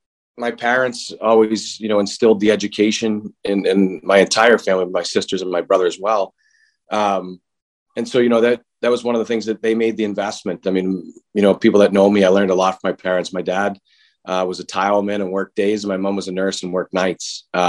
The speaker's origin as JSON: {"language": "English", "town": "Boston", "region": "Massachusetts", "country": "United States", "tie": "born or raised there", "said": "For me, just like every other kid growing up in Boston, started Milton Youth Hockey House League."}